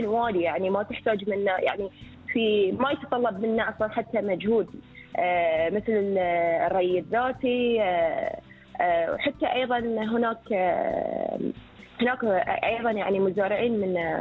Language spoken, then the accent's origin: Arabic; Bahrain; وإحنا عندنا في البحرين